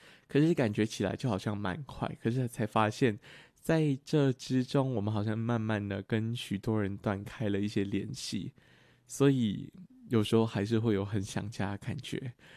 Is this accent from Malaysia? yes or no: yes; Kuala Lumpur, Malaysia; 因为我们来自吉隆坡，我应该在前面的节目也有提到，就是我们同一个高中，可能不同年级的同学，每一个人都会往不同的地方去念书啊。